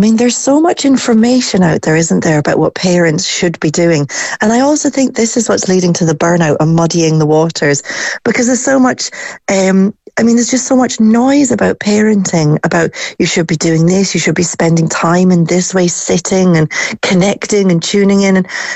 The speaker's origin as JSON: {"language": "English", "region": "Scotland", "country": "United Kingdom", "moved": "yes", "said": "I'm from Scotland"}